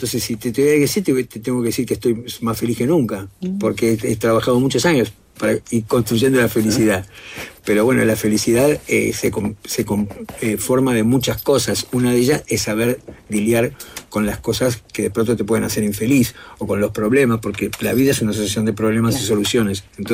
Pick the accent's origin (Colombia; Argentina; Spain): Argentina; now in Los Angeles, United States; hoy yo soy un latino argentino que vive en Los Ángeles, pero que ha pasado mucho tiempo también trabajando en México y en el resto de Latinoamérica